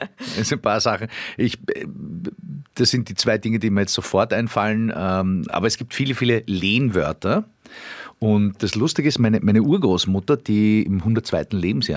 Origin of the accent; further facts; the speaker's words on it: St. Vigil in Enneberg, South Tyrol, Italy; in St. Vigil in Enneberg, wo ich herkomme, also meine Familie herkommt, heißt Danke, Jolang.